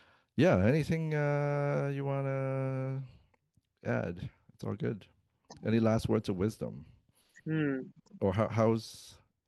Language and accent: English; Winnipeg, Manitoba, Canada; Next Thursday, you'll be in my hometown of Winnipeg, Manitoba.